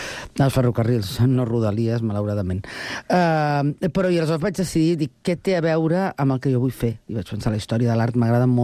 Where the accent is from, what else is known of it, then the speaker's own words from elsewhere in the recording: Barcelona, Catalonia, Spain; born there; now in Sant Cugat del Vallès, Spain; em sento molt santcugatenca després de més de 20 anys visquent aquí, però jo sóc nascuda a Barcelona i me n'alegro molt que m'hagueu adoptat